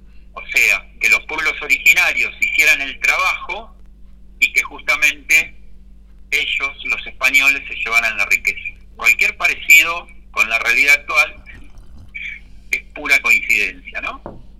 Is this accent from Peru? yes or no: no; Argentina